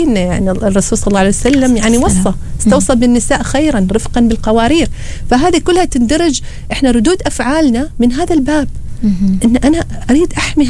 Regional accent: Oman; عندنا هنا في عمان.

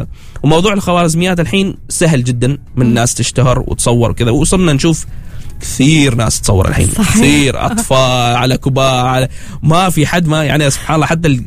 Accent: Oman; نحن كعمانيين ما في حد عماني راح يصوق وصور هنا، في عمانيين ما أنكر بس ما حد سوى بهذا الطريقة.

